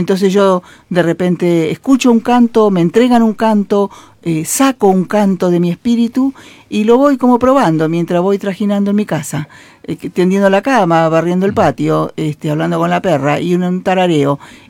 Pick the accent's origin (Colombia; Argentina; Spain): Argentina; Los Toldos, Buenos Aires Province; born there; now in Longchamps, Argentina; yo nací en Los Toldos hace más de 70 y largos años, en Los Toldos. Luego nos quitaron la tierra, nos tuvimos que ir.